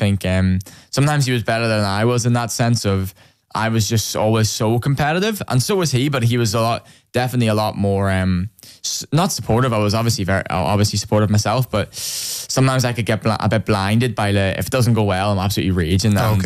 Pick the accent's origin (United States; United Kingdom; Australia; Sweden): United Kingdom; Tyrone, Northern Ireland; born or raised there